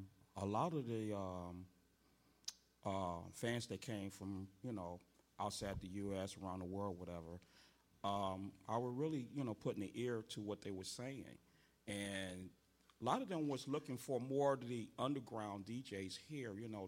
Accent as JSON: {"language": "English", "town": "Detroit", "region": "Michigan", "country": "United States", "said": "I'm from Detroit."}